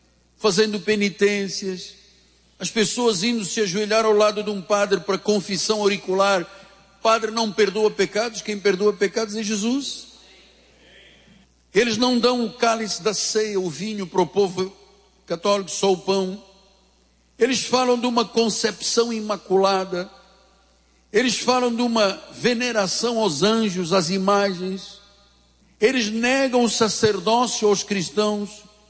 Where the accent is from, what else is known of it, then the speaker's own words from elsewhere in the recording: Angola; Bué quer dizer muito na minha língua, da minha terra. Angola, Quimbundo, bué, quer dizer muito